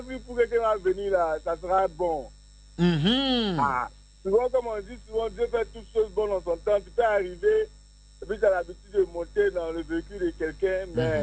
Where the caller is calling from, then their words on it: Abidjan, Côte d’Ivoire; Yopougon.